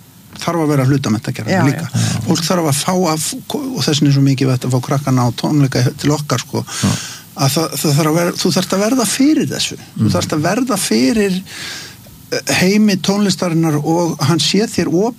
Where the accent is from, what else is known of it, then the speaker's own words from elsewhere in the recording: Garðabær, Capital Region, Iceland; ég kem úr Garðabænum